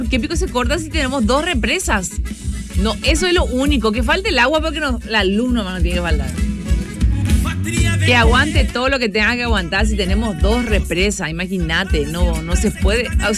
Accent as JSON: {"language": "Spanish", "country": "Paraguay", "said": "Esta es mi tierra, este es mi canto. Aquí en Paraguay"}